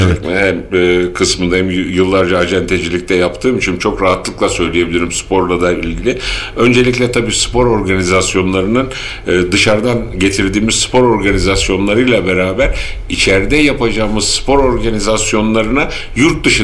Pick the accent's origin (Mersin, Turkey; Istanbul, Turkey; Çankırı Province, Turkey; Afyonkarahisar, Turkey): Afyonkarahisar, Turkey; bir Afyonlu olarak